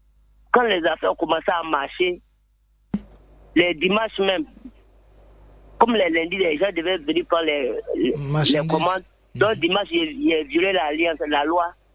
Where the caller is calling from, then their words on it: Abidjan, Côte d’Ivoire; Je vous appelle de Angré Nouveau-Chu, de l'Obité.